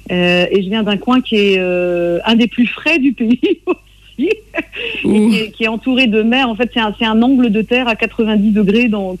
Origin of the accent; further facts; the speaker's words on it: Brittany, France; moi je viens du Trégor côtier. Alors le Trégor, si vous ne voyez pas, vous voyez la côte nord de la Bretagne. Il y a à peu près au milieu, il y a un grand V, une grande échancrure.